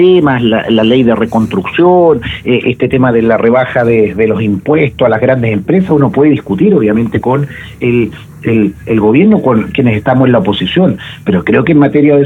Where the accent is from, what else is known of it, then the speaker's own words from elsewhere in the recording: Valdivia, Los Ríos, Chile; somos de distintos colores políticos, pero somos de Valdivia